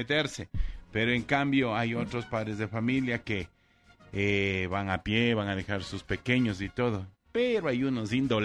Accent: Ecuador; somos de Ecuador. Claro, somos de Ecuador.

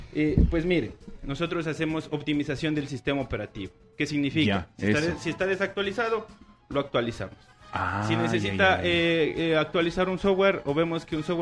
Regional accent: San Gabriel, Carchi, Ecuador

